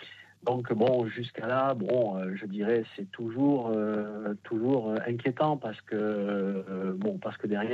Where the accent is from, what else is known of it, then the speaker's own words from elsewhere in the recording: Marseille, Provence-Alpes-Côte d'Azur, France; Bon là je suis à Colmar en déplacement professionnel, mais effectivement je suis natif du sud de la France.